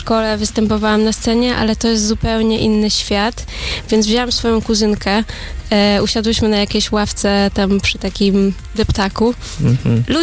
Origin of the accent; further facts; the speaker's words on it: Kuyavian-Pomeranian Voivodeship, Poland; Jestem spod Torunia